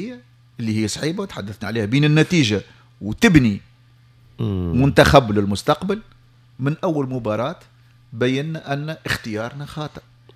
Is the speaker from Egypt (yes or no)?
no; Tunisia; انا كتونسي